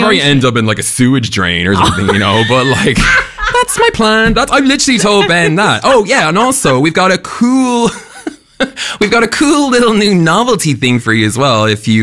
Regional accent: Ireland; Growing up in Ireland

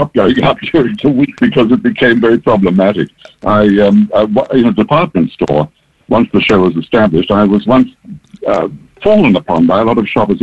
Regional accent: Brisbane, Queensland, Australia; born there; I was born in Brisbane, where in the '50s, of course, in Brisbane there was little or no theatre.

